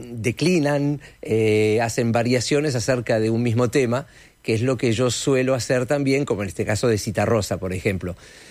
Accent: Montevideo, Uruguay; Soy de Jacinto Vera.

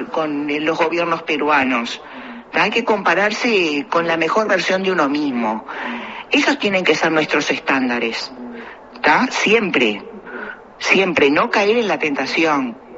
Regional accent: Uruguay; Nosotros como uruguayos

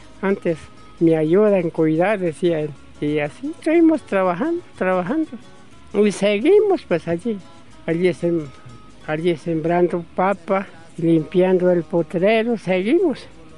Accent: Colombia; Y así nosotros somos de Zumbico. Veníamos a trabajar porque arriba ya no tenemos donde trabajar

